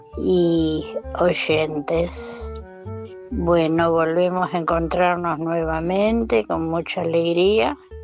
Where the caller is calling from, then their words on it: Capitán Sarmiento, Buenos Aires Province, Argentina; de Capitán Sarmiento.